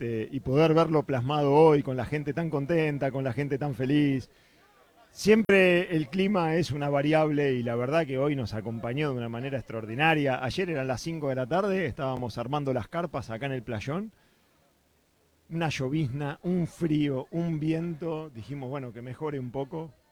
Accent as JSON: {"language": "Spanish", "town": "Caseros", "region": "Buenos Aires Province", "country": "Argentina", "tie": "born or raised there", "said": "yo soy de acá, yo soy de Caseros. Nací acá en Caseros"}